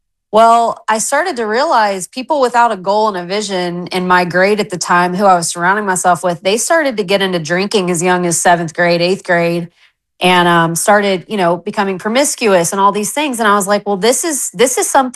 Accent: Texas, United States; now in Knoxville, United States; We're originally from West Texas, though. So, but now we live in Knoxville.

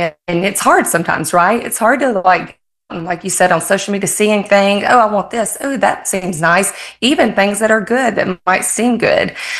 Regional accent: Bible Belt, United States; I grew up in the Bible Belt in church.

